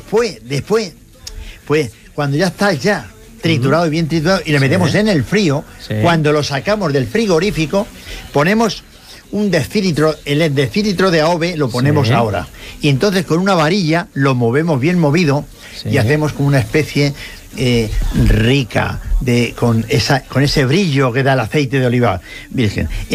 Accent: Toledo, Castilla-La Mancha, Spain

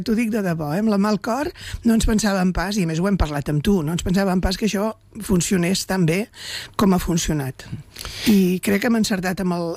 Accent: Vilallonga del Camp, Catalonia, Spain; Jo soc tarragonina, soc de Vilallonga del Camp

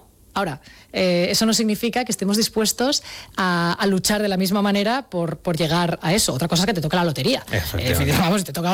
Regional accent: Sant Feliu de Llobregat, Catalonia, Spain

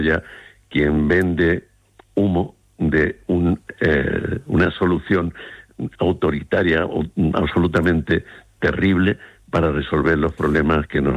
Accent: Jerez de la Frontera, Andalusia, Spain; moved away; porque yo soy de Jerez

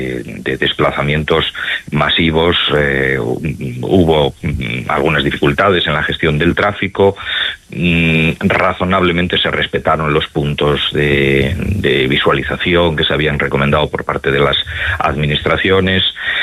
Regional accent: Asturias, Spain; Bueno, pues en mi tierra, en Asturias.

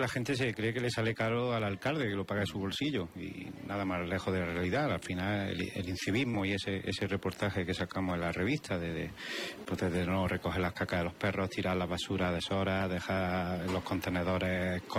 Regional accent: Peligros, Andalusia, Spain; mi vocación es ser alcalde de mi pueblo, lo era desde muy joven

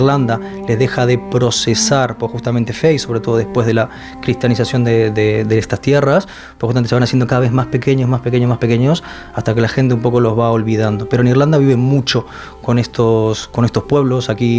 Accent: A Coruña, Galicia, Spain; also born or lived in Uruguay / Santiago de Compostela; Bueno, realmente, bueno, nací en Uruguay. Lo que pasa es que yo toda la vida, bueno, viví desde los 10 años en A Coruña, entre Coruña y Santiago, porque, bueno, mi familia emigró con la crisis del 2002.

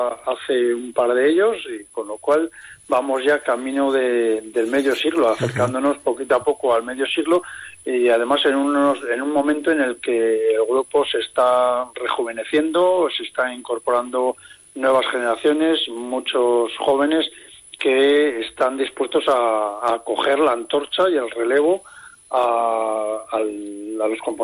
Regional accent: La Rioja, Spain; somos los riojanos en ese sentido quizá un poco tímidos

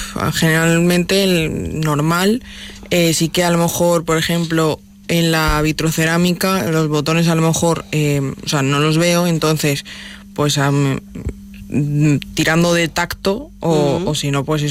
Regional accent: Mallorca, Balearic Islands, Spain; siendo una mallorquina

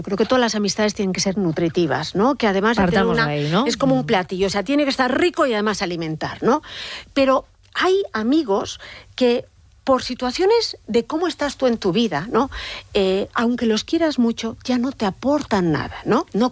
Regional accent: Madrid, Community of Madrid, Spain; Yo soy madrileña, y me acuerdo cuando me quería ir a Inglaterra a estudiar.

